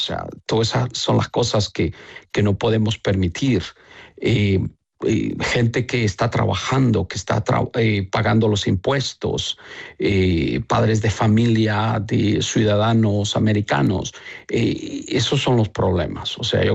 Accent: El Salvador; now in United States; Cuando salí de El Salvador, traía una mochila quizás pues con una muda, pero esa mochila venía llena de sueños, llena de esperanza, llena de proyectos.

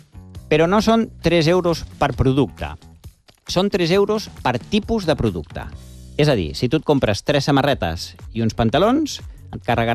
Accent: Galicia, Spain; però per això jo sóc gallec, llavors no puc parlar del vostre pa perquè...

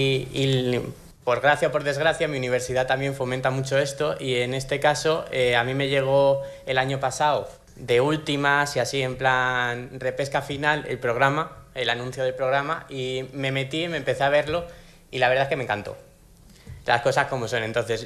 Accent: Palencia, Castile and León, Spain; born there; Yo nací en León capital, pero viví durante mis primeros años en un pueblito que en verano éramos 65 habitantes, así dándole fuerte. Y después me mudé a Palencia, que también es, tampoco es la capital de provincia más extensa de aquí de España.

